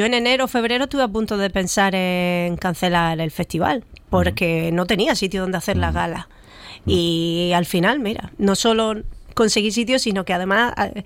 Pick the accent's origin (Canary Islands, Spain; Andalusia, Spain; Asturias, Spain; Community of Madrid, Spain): Andalusia, Spain; Almería; also born or lived in Fuengirola; Pues ahora estoy súper contenta de poder hacerlo en mi tierra.